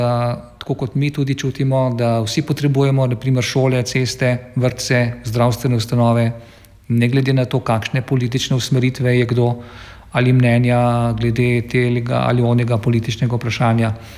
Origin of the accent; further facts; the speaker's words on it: Mirna Peč, Lower Carniola, Slovenia; to sem tudi v mojem domačem kraju povedal. V Mirni peči